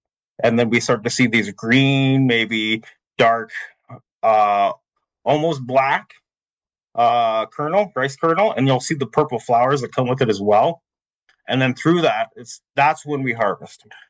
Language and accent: English; Alderville, Ontario, Canada; born or raised there